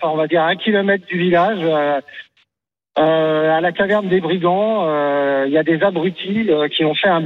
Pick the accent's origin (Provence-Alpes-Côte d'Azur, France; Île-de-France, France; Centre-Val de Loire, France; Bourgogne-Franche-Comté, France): Île-de-France, France; Barbizon; je suis natif de Barbizon, un super village.